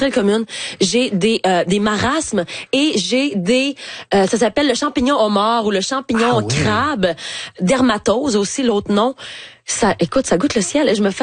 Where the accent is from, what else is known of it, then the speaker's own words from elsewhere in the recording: Dolbeau-Mistassini, Quebec, Canada; Exactement, que je suis retournée vivre dans ma ville natale d'Olbeau-Mistassini.